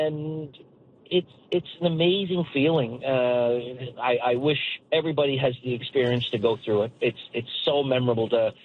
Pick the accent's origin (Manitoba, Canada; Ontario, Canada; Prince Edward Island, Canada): Prince Edward Island, Canada; Summerside; I hail from Summerside, Prince Edward Island.